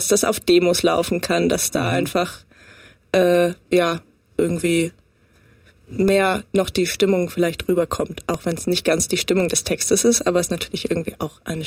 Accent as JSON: {"language": "German", "region": "Bavaria", "country": "Germany", "moved": "yes", "lives_now": "Regensburg, Germany", "said": "Also wir lügen immer so ein bisschen über unsere städtische Herkunft. Eigentlich kommen wir vom Dorf, aus der Nähe von München. Und vielleicht hat uns das Dorf geprägt"}